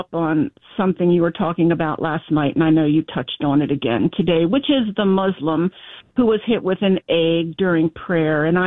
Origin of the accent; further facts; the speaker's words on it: Baltimore, Maryland, United States; I was born and raised in Baltimore. And I hate what's happened to our beautiful city.